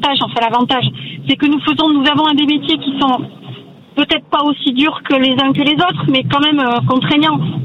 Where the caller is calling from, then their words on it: Anglet, Nouvelle-Aquitaine, France; Alors moi, je vous appelle d'Anglette. Anglette, c'est au Pays Basque, c'est-à-dire que Anglette se trouve entre Biarritz et Bayonne, tout simplement.